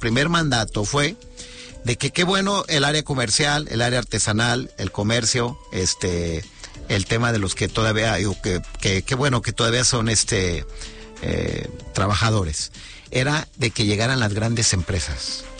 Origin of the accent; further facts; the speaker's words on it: Tonalá, Jalisco, Mexico; yo nací en Tonalá hace 51 años